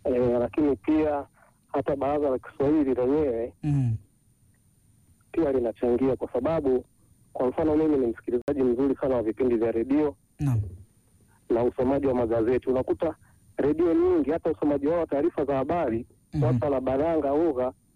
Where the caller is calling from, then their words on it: Iwawa, Njombe, Tanzania; natokea Iwawa.